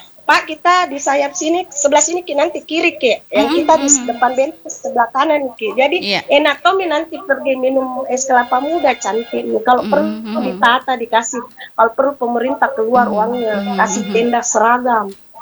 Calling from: Makassar, South Sulawesi, Indonesia; kita orang Makassar

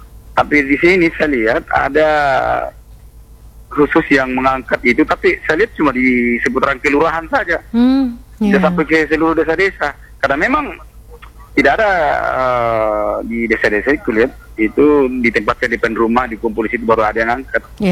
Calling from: South Sulawesi, Indonesia; di sini di Kabupaten Pindrang ini

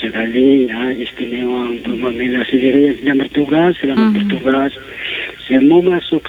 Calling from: Jambi, Indonesia; masih di Provinsi Jambi karena kita orang Provinsi Jambi.

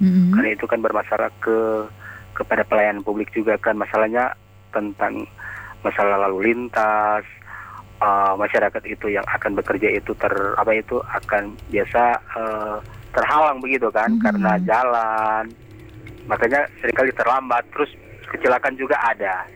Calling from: Manado, North Sulawesi, Indonesia; Tapi kalau aku dari Manado enggak apa-apa kan?

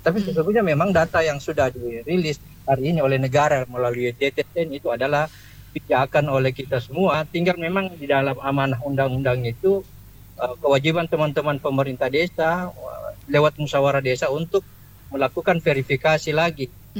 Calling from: Mamuju, West Sulawesi, Indonesia

